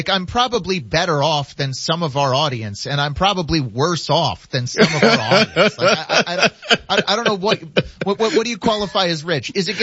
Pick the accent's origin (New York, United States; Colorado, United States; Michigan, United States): Colorado, United States; Denver; Let's start with, my hometown team, the Denver Broncos